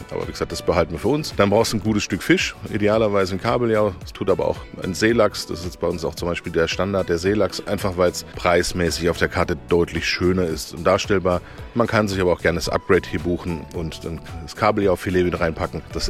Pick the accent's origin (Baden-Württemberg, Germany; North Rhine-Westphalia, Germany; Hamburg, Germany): Baden-Württemberg, Germany; Reutlingen; now in Wiesbaden, Germany; gebürtiger Schwabe, eingewandert aus Reutling. Ist tot zur Schwäbischen Alb, also ganz tief im Schwabeländle drin, da komme ich ursprünglich her.